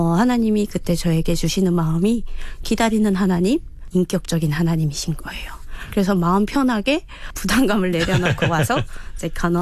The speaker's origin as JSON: {"language": "Korean", "country": "North Korea", "tie": "born there", "said": "북한에서 태어난 게 그다음부터 감사했어요."}